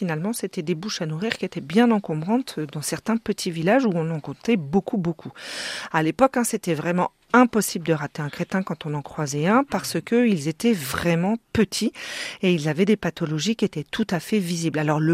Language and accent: French; France; chez nous en France